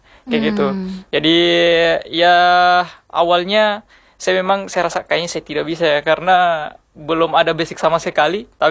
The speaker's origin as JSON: {"language": "Indonesian", "region": "Southeast Sulawesi", "country": "Indonesia", "said": "Saya asli Muna."}